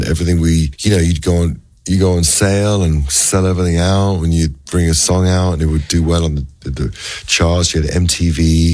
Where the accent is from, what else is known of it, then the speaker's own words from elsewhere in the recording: England, United Kingdom; we could totally connect without saying a word with the English culture by being English and together and just hanging out.